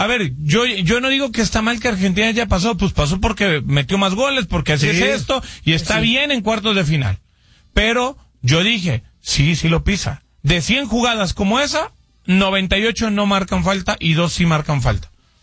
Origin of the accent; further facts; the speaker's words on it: Oaxaca, Mexico; soy oaxaqueño 100%.